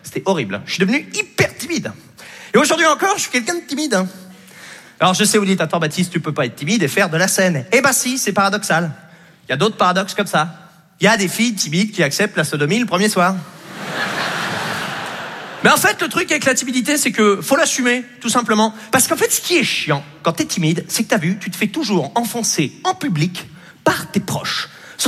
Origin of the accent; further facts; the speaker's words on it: Normandy, France; J'ai grandi en Basse-Normandie